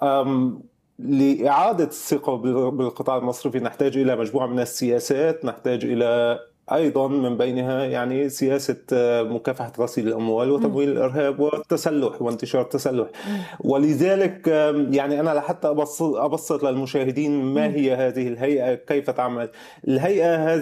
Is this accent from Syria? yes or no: yes; Syria; عندنا بسوريا